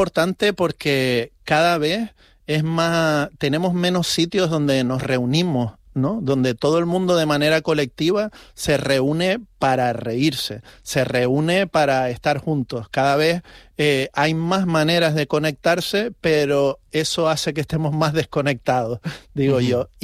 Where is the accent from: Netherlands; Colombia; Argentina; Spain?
Spain; Canary Islands; la gente ahí en Canarias. Entonces, vamos a ver si puedo traer esto a de donde yo soy.